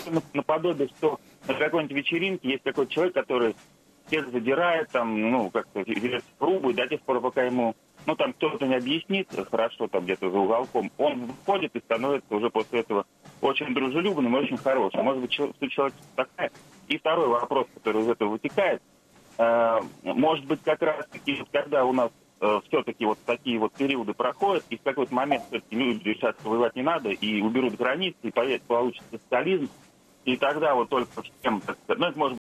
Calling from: Voronezh, Voronezh Oblast, Russia; я из Воронежа

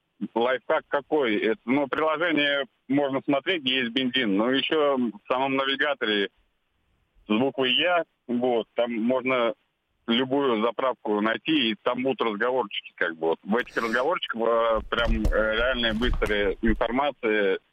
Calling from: Nizhny Novgorod, Nizhny Novgorod Oblast, Russia; я из Нижнего Новгорода вам звоню.

